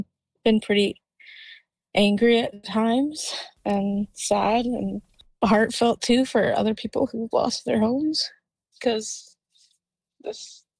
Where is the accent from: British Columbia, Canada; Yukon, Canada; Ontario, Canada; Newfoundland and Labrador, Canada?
British Columbia, Canada; Penticton; We're both from large families. I'm originally from Penticton, and my home community is Penticton Indian Band.